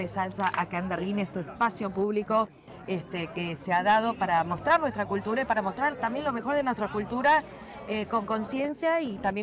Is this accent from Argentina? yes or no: yes; Argentina; no solamente porque soy argentina y no sé si lo bailo muy bien